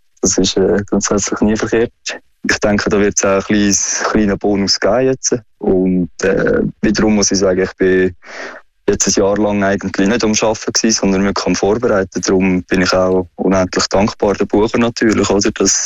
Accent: Switzerland; wir Schweizer

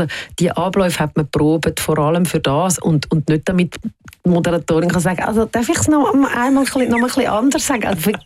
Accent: Switzerland; Auf der anderen Seite bin ich da in der Schweiz aufgewachsen und habe sehr behütete Kindheit gehabt. Ich bin ein Waldkind gewesen. Ich bin neben dem Wald aufgewachsen.

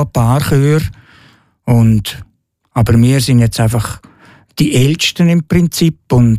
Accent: Buchs, St. Gallen, Switzerland; moved away as an adult; also born or lived in Wartau; now in Liechtenstein; Ich bin jetzt 73, ich bin in Buchs aufgewachsen, bin Wartauer und ich wohne seit 1980 im Fürstentum Liechtenstein

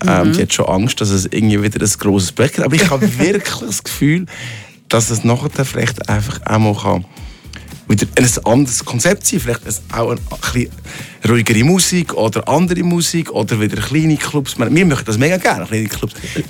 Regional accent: Switzerland; Also wir sind ja auch im Seetal aufgewachsen.

